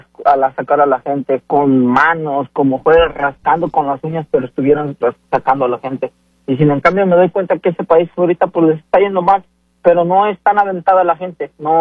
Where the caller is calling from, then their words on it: Tlaxcala, Mexico; Yo soy de Tlaxcala